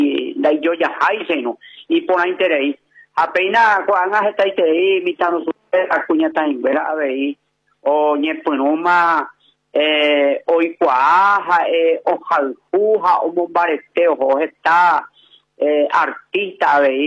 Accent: Paraguay; sentí como buen paraguayo, señor.

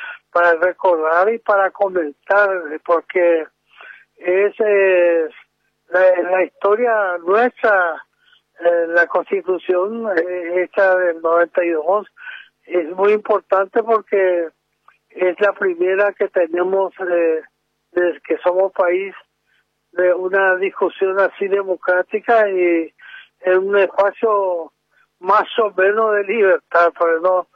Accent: Paraguay

